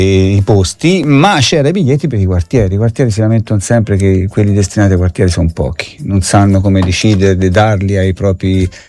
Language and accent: Italian; Rigutino, Tuscany, Italy; also born or lived in Arezzo; io vengo da Rigutino, non vengo da Arezzo, capito? Io sono un rapo di Chiana, come ci chiamavate una volta, quindi...